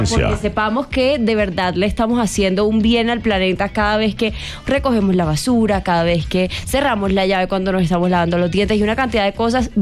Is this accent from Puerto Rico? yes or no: no; Colombia